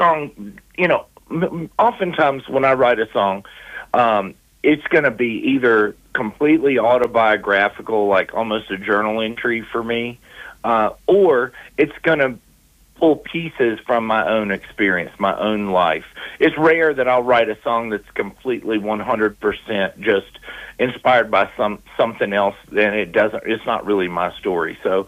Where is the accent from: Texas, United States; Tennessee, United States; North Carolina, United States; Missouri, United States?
Tennessee, United States; born there; moved away as an adult; also born or lived in California; now in Colorado, United States; Colorado has become my home. It's not my hometown, obviously, and I'm always going to have those Tennessee roots